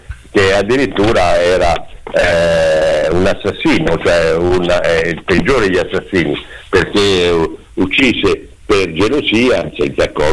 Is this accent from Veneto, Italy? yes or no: no; Perugia, Umbria, Italy